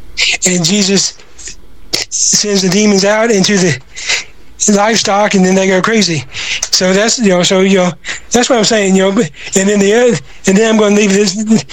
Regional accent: Bible Belt, United States; And growing up in the Bible Belt, I got that asked a lot in different ways.

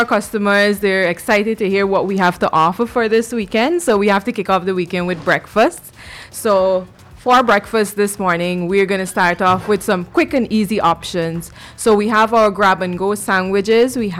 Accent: Essequibo Islands-West Demerara, Guyana; moved away; also born or lived in Bartica; I'm from Wakenham.

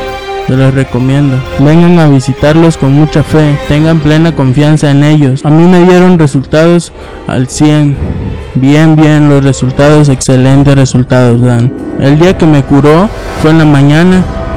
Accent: Peto, Yucatán, Mexico; vengo de Petu, Yucatán

